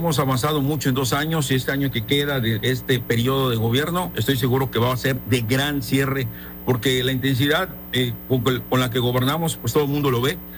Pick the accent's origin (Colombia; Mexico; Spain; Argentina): Mexico; todas y todos los que somos mexicanos